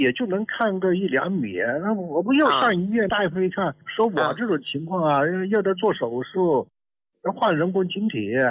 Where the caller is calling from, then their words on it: Kunming, Yunnan, China; 我家是云南昆明的